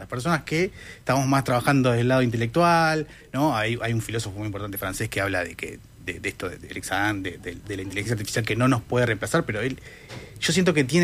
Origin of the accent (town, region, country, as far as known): Uruguay